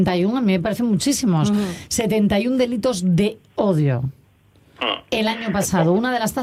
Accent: Asturias, Spain; ¿cómo te sienta a ti como asturiano que nuestra comunidad tenga esa tasa de delitos tan, tan elevada?

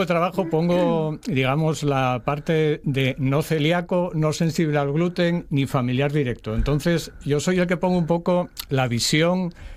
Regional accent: Oviedo, Asturias, Spain; yo que soy del entorno de Oviedo, del municipio de Oviedo.

